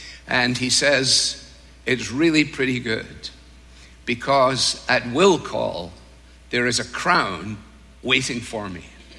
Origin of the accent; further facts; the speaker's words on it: Scotland, United Kingdom; moved away as an adult; now in United States; As a Scotsman